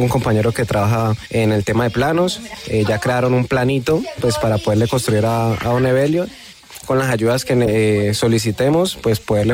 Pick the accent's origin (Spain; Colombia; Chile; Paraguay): Colombia; Dagua, Valle del Cauca; yo soy dagüeño a morir